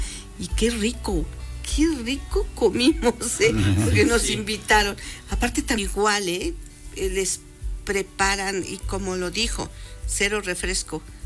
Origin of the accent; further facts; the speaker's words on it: Mexico; Somos mexicanos